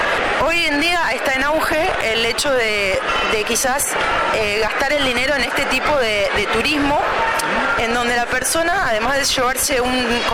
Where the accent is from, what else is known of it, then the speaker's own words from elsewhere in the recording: Arata, La Pampa, Argentina; born there; yo nací en Arata, hija de Hugo, muy bien lo decís, un apicultor muy apasionado.